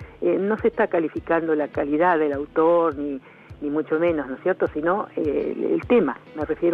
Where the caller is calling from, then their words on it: Chascomús, Buenos Aires Province, Argentina; de Chascomús.